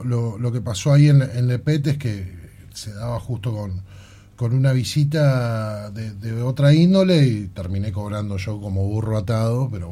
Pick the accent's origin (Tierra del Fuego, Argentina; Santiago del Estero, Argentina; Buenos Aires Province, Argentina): Tierra del Fuego, Argentina; yo soy fueguino